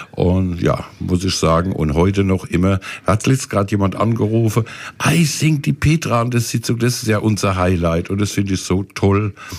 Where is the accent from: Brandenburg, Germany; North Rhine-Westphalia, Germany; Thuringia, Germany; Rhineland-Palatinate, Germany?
Rhineland-Palatinate, Germany; Ludwigshafen; Nee, ich komme ja aus der Pfalz, aus Ludwigshafen, wie man auch gerne hört, ja.